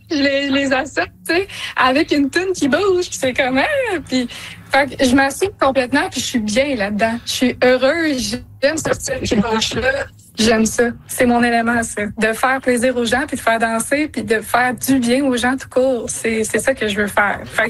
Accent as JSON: {"language": "French", "region": "Quebec", "country": "Canada"}